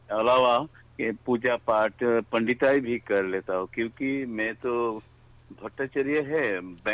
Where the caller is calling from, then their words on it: Ramkrishna Nagar, Assam, India; मेरा गांव का नाम है राम कृष्ण नगर, डिस्ट्रिक्ट है श्री भूमि, असम से तालुका थे।